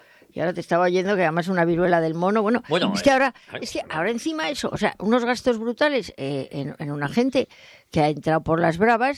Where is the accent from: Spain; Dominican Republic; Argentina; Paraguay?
Spain; Ceuta; Yo soy ceutí